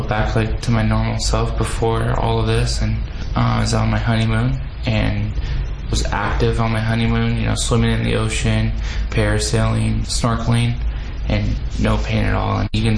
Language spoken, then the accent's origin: English; Wilsonville, Oregon, United States; from Wilsonville, Oregon.